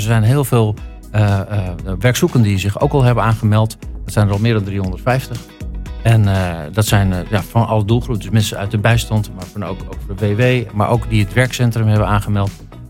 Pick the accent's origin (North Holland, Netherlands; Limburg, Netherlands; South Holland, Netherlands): North Holland, Netherlands; Beverwijk; ik kom uit Beverwijk.